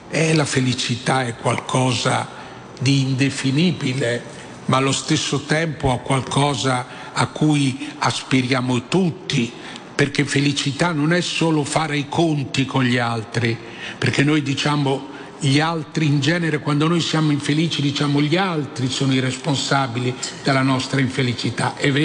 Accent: Rome, Lazio, Italy; da romano, tu sei di Torino, da romano a torinese

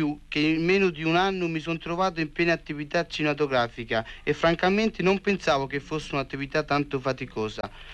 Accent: Forte dei Marmi, Tuscany, Italy; non sono romano, ero romanaccio per l'occasione, ma io sono di Forte dei Marmi

